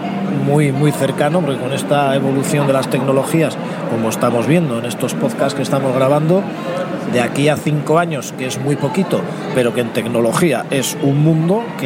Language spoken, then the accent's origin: Spanish; San Sebastián, Basque Country, Spain; San Sebastián, que es de donde soy yo